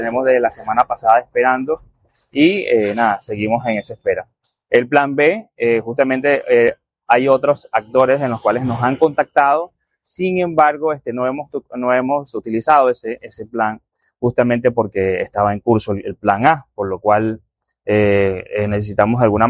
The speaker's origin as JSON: {"language": "Spanish", "country": "Venezuela", "moved": "yes", "lives_now": "Tarapoto, Peru", "said": "nosotros como venezolanos también hemos organizado la ropa"}